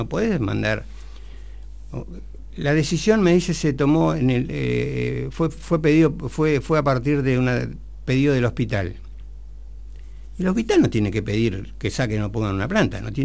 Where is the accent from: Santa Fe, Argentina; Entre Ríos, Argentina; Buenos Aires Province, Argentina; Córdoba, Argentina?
Buenos Aires Province, Argentina; General Villegas